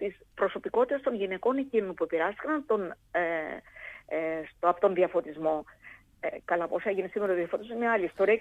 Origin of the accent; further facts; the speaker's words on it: Western Greece, Greece; από την Ακαρνανία, από τα μέρη μου